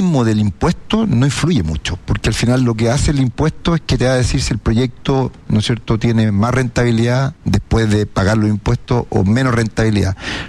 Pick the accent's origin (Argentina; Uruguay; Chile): Chile